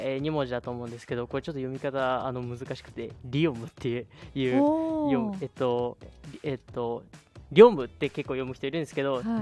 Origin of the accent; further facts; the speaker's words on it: Yūki, Ibaraki, Japan; moved away; 僕もともと茨城県で、田舎、かなり田舎なんですよね、結城市って。でそこからちょっと東京の方の大学に、行って